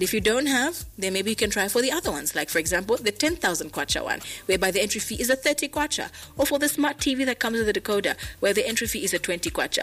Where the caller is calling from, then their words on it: Zambia; I was calling you from Windbig, Zambia